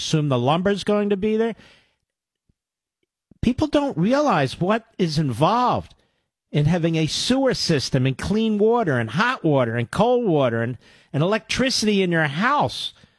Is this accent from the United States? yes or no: yes; Pennsylvania, United States; Yeah, I'm from Montgomery.